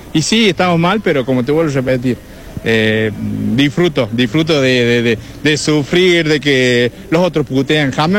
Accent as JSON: {"language": "Spanish", "town": "Obispo Trejo", "region": "Córdoba", "country": "Argentina", "said": "Soy de la localidad de Obispo Trejo."}